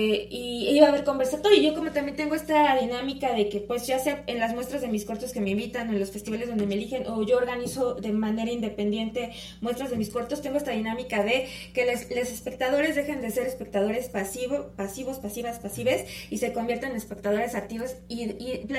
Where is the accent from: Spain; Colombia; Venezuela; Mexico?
Mexico; Puebla; soy de clase baja trabajadora y soy poblana y vivo en Puebla